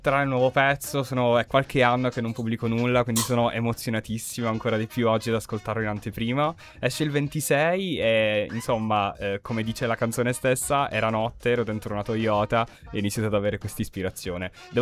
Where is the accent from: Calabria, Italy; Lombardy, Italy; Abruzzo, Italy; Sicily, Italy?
Sicily, Italy; Io intanto lo pronuncio Cartagine con 2 G perché sono siciliano.